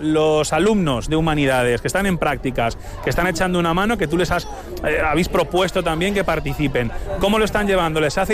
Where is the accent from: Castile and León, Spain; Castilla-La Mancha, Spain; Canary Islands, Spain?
Castilla-La Mancha, Spain; Quintanar de la Orden, manchegos como yo.